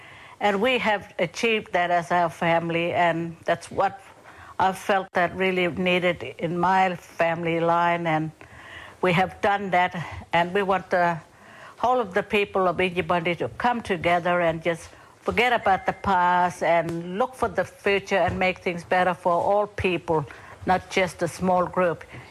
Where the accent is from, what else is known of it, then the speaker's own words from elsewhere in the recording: Roebourne, Western Australia, Australia; I'm an Indjibarndi elder, born and raised in Roban Town.